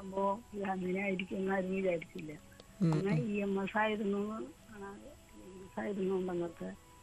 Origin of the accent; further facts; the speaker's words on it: Kodungallur, Kerala, India; born there; now in Angamaly, India; കൊടുങ്ങല്ലൂരാണ് ഞാൻ ജനിച്ച സ്ഥലം.